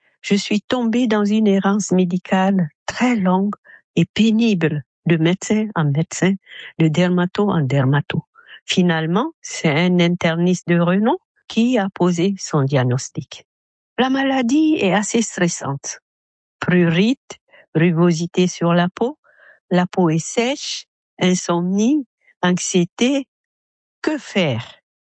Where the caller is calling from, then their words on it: Port-Gentil, Ogooué-Maritime, Gabon; j'appelle de Port-Gentil au Gabon, l'Afrique centrale. J'ai 70 ans